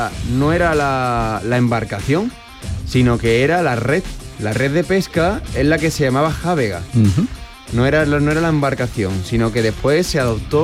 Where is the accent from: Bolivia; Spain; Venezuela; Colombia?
Spain; Seville, Andalusia; born there; O sea, que yo nací en Sevilla y aquí agua tenemos poco.